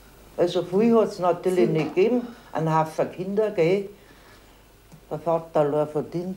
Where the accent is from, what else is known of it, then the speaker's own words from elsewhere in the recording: Bavaria, Germany; Am 14. Januar 1911 bin ich geboren. Und aufgewachsen bin ich in Giersing.